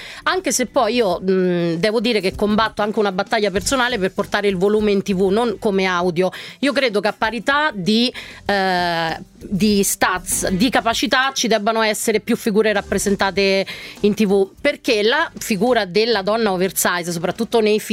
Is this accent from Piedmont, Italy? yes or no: no; Lazio, Italy; io sono dei Castelli Romani